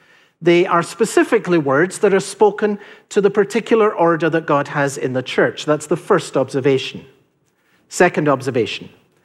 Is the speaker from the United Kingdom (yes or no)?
yes; Edinburgh, Scotland, United Kingdom; I had a particular interest because I came from Edinburgh.